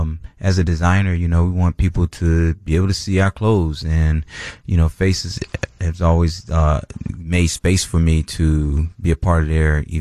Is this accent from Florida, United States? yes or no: no; Washington, District of Columbia, United States; I grew up in Washington, D.C.